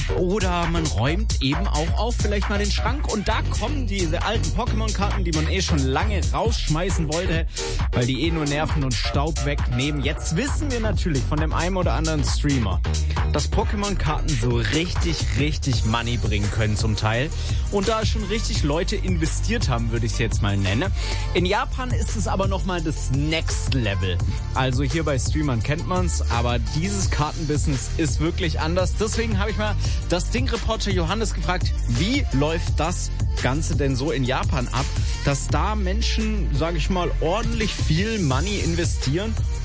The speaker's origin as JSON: {"language": "German", "region": "Baden-Württemberg", "country": "Germany", "said": "Also da, wo ich herkomme, zumindest im Schwabenländle."}